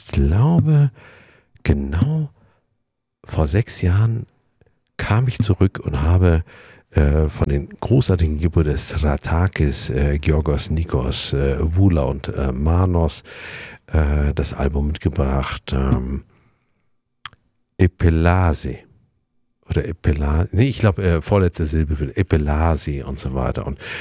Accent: Mecklenburg-Vorpommern, Germany; weil wir gesagt haben, wir kommen aus Mecklenburg

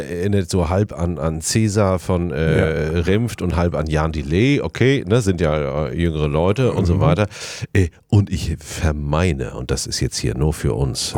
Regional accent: Saxony, Germany; Ich komme aus dem Erzgebirge.

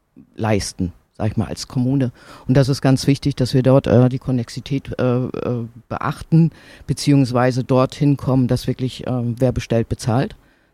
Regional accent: Rostock, Mecklenburg-Vorpommern, Germany; Ich stehe zu Rostock, ich stehe zu meiner Heimat und das hat mit mir für mich nichts mit Recht zu tun.

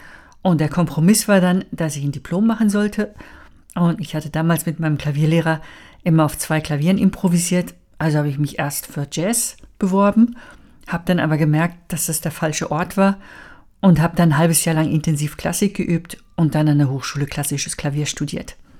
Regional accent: Switzerland; also born or lived in Italy / United States; now in Berlin, Germany; weil ich bin in der Schweiz aufgewachsen. Meine Eltern, meine Vorfahren sind aber Deutsche. Dann habe ich 6 Jahre in Italien gelebt, 3 Jahre USA, sodass ich meine Wurzeln in Deutschland kennenlernen wollte und nach Berlin gegangen bin.

